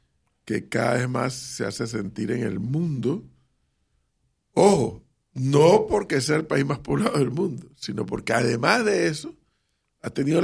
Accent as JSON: {"language": "Spanish", "country": "Panama", "said": "para mí, como panameño"}